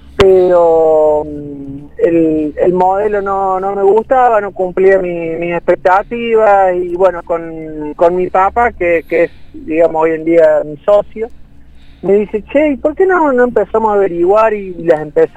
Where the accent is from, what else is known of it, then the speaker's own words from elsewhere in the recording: Córdoba, Argentina; Yo me considero un emprendedor cordobés.